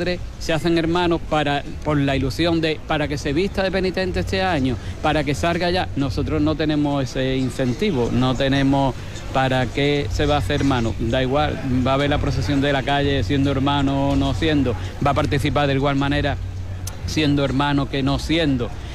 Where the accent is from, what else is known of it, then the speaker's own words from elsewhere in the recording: Ayamonte, Andalusia, Spain; todos los ayamontinos, una ciudad tan cofrade como somos nosotros